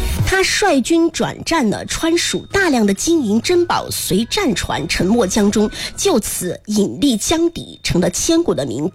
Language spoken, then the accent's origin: Chinese; Meishan, Sichuan, China; 它也是在我的家乡四川眉山彭州江口沉银博物馆。